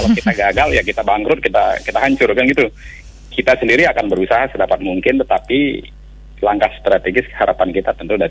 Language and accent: Indonesian; Bali, Indonesia; Saya sendiri orang Bali, saya mengakui bahwa Lombok pantainya terutama itu jauh lebih bagus.